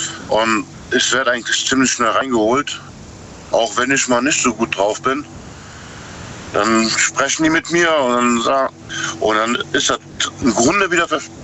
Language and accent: German; Rhineland, Germany; Also ich bin Rheinländer.